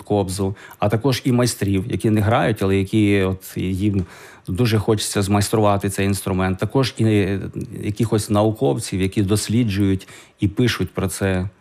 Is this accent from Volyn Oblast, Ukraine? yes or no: yes; Kovel, Volyn Oblast, Ukraine; born there; сам я народився в Ковелі.